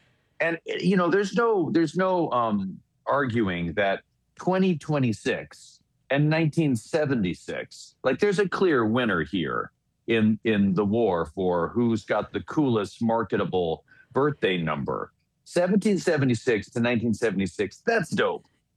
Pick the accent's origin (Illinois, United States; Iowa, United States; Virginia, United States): Virginia, United States; Well, all the presidents were from my region, and I went to, many of their homes, three presidential homes.